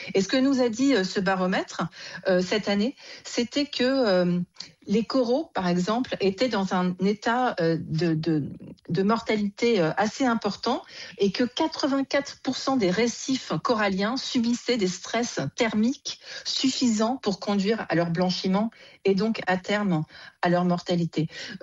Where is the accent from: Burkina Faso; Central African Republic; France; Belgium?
France; chez nous en France